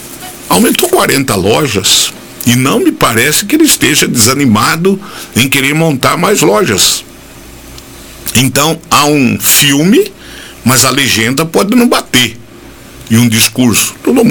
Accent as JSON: {"language": "Portuguese", "country": "Brazil", "said": "Nós somos brasileiros e é aqui que é o nosso lugar."}